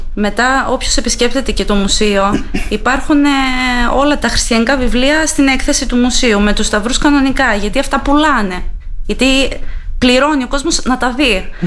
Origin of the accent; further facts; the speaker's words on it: Greece; Με ρωτήσαν κατευθείαν αν είμαι Ελληνίδα. Κατευθείαν το πρώτο πράγμα ήταν Greek. Τους λέω ναι.